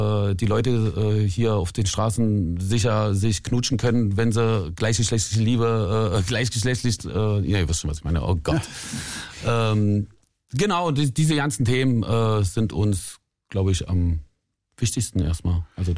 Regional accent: East Germany, Germany; Wir kommen alle aus dem Dorf oder aus Kleinstädten in Ostdeutschland.

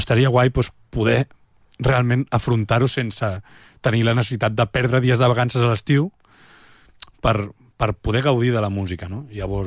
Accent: Gaüses, Catalonia, Spain; Gauses, a l'Empordà, és 40 habitants.

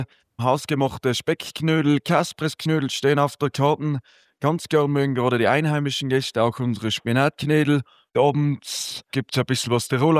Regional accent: Tyrol, Austria; Ja, wir sind alle da eigentlich auf der Hütte aufgewachsen und nicht weit davon.

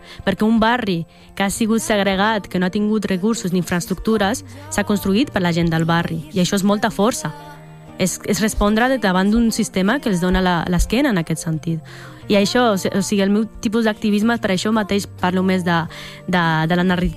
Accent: Sant Adrià de Besòs, Catalonia, Spain; jo he crescut i visc allà, al barri de la Mina, i bàsicament forma part del que soc, no? Quan em pregunta d'on ets, abans potser et dic que soc del barri de la Mina, que et dic que soc dels pares marroquins o de Barcelona

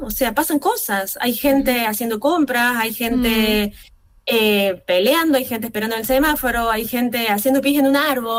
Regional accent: Argentina; estando en Argentina y siendo argentina, no habiendo vivido en otro lugar

